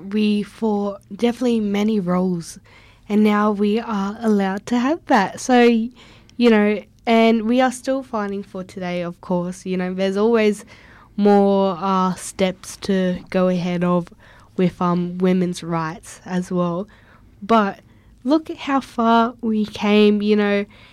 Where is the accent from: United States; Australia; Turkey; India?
Australia; even though we're Australian.